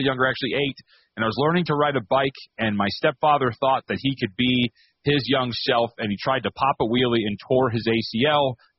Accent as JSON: {"language": "English", "town": "Las Vegas", "region": "Nevada", "country": "United States", "tie": "born or raised there", "said": "growing up in Vegas, there's not that many trees"}